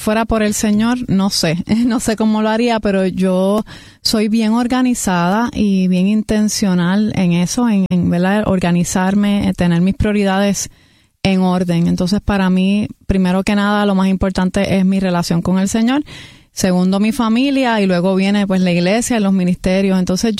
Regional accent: Puerto Rico; now in Orlando, United States; Estoy aquí visitando de Orlando, Florida. Soy de aquí de Puerto Rico, nacida y criada aquí, pero en este momento resido con mi familia en Orlando, Florida

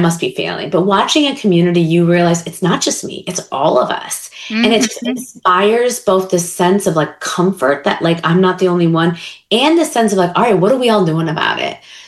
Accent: New York City, New York, United States; I think, look, I'm a New Yorker.

